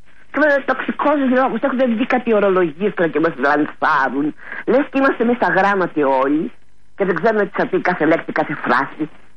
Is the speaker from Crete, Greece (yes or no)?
no; Gargalianoi, Peloponnese, Greece; Δηλαδή στην πατρίδα μου στου Γαργαλιάδου λένε οι προηγούμενοι από μένα που μου τα μετέφεραν οι γιαγιάδες και οι παππούδες.